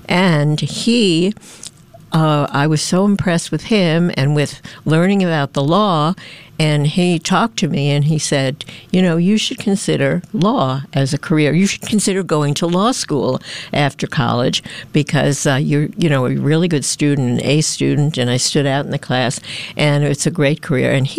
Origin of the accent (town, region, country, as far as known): New York City, New York, United States; born or raised there